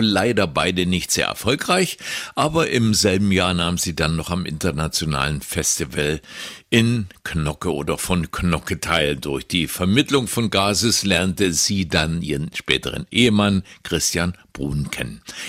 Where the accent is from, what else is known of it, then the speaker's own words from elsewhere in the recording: Berlin, Germany; weil ich in dieser Stadt auch zu Hause war. Ich bin ein Berliner Kind.